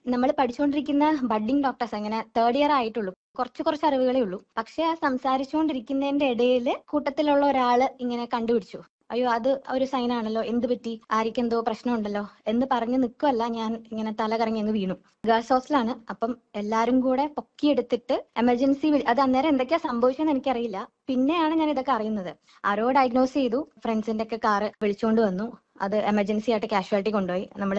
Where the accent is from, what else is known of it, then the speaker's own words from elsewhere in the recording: Ernakulam, Kerala, India; ആ സമയത്ത് ഞാൻ എറണാകുളത്തു നിന്നാണ് വരുന്നത്.